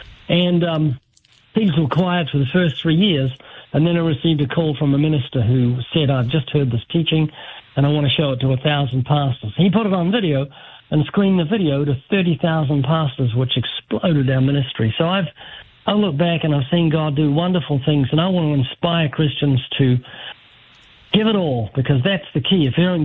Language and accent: English; New Zealand; born there; I was born in New Zealand twice.